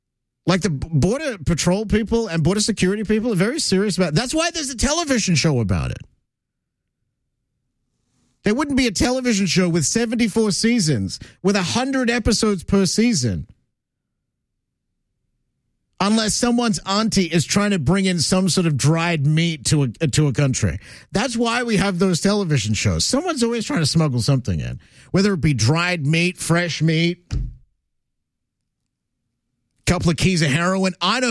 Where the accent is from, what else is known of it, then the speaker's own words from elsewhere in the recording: Australia; now in Canada; Now, look, when I go back to Australia, look, I'm a Canadian now, but when I go back to Australia, there is a list of things that have to come back with it, me to North America.